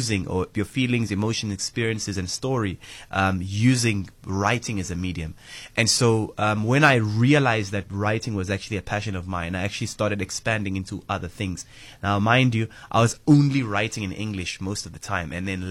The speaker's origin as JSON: {"language": "English", "town": "Greytown", "region": "KwaZulu-Natal", "country": "South Africa", "tie": "born or raised there", "also_born_or_lived": "Pietermaritzburg", "said": "I grew up in a children's home in Greytown, alongside 26 other siblings, who have a similar story, who don't know their parents. It was a predominantly Christian home, and I later on in my life became a Christian."}